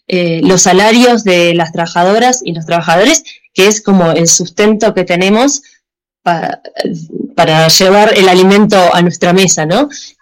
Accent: Argentina; vengo de un país, de Argentina, que también es bastante movilizado

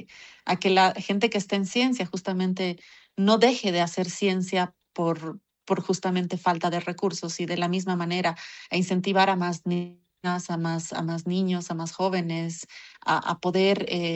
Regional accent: Bolivia; Somos bolivianos, estamos descubriendo nuevas especies

